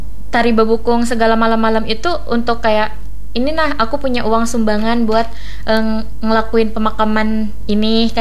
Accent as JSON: {"language": "Indonesian", "region": "Central Kalimantan", "country": "Indonesia", "said": "Nah, kalau aku kan kayak lebih ke daerah Seruyan ya, Kak. Jadi kayaknya agak ada sedikit perbedaan."}